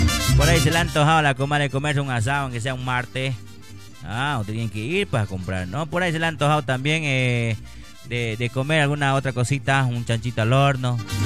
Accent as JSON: {"language": "Spanish", "region": "Santa Cruz", "country": "Bolivia", "said": "soy del lado de Chilón."}